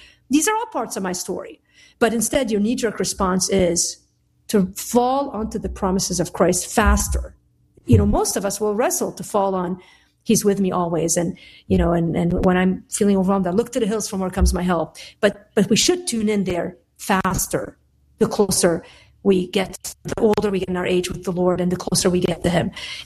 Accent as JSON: {"language": "English", "country": "Lebanon", "tie": "born or raised there", "moved": "yes", "lives_now": "United States", "said": "I'm Lebanese. I grew up in Lebanon."}